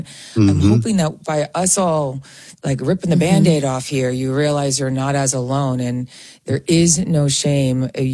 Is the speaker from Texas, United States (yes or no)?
no; New York, United States; accent: Long Island; Such a Long Island girl. I sense my Long Island accent.